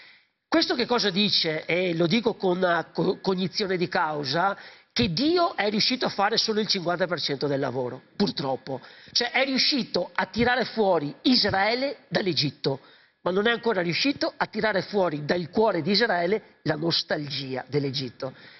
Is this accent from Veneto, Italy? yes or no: yes; Veneto, Italy; noi siamo veneti, abbiamo bisogno della concretezza